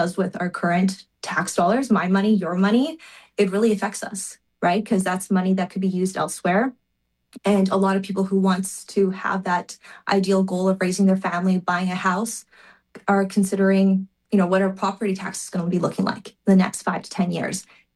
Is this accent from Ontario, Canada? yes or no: no; Burnaby, British Columbia, Canada; I was born and raised here in Burnaby.